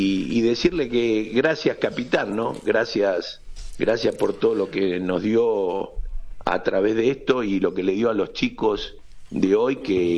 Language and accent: Spanish; Argentina; sabiendo que es una persona que nos representa en el mundo, y como argentino uno tiene que estar orgulloso.